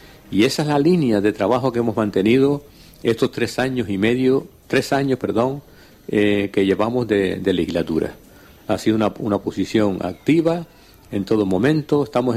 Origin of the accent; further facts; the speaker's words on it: Agüimes, Canary Islands, Spain; Estoy en Carrizá, pero soy del municipio de Agüime y estoy...